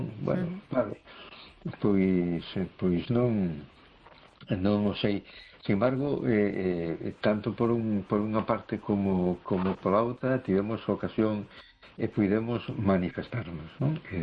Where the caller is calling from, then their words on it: A Coruña, Galicia, Spain; de Coruña.